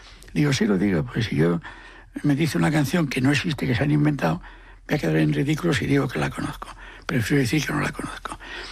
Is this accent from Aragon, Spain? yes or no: no; Asturias, Spain; Como yo soy asturiano, digo, ¿de dónde?